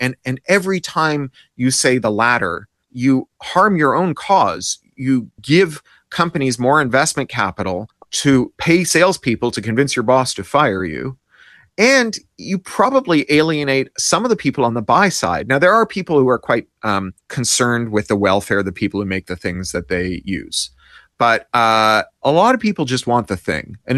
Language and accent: English; Canada; born or raised there